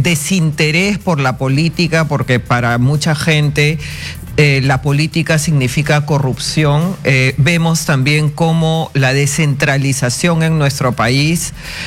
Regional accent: Ica, Peru; quienes somos de provincias, yo soy de Ica

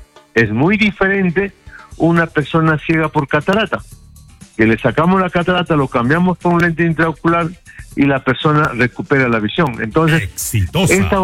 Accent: Cajamarca, Peru; now in Lima, Peru; Yo en este momento me encuentro en la ciudad de Cajamarca, en mi tierra

